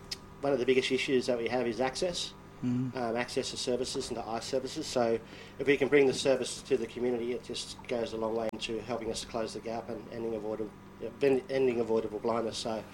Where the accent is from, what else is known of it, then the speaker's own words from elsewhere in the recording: Moree, New South Wales, Australia; also born or lived in Darwin; Gomeroi fella from Moree in New South Wales. Actually used to live up here in Darwin about 10 years ago. I lived up here for about 5 years.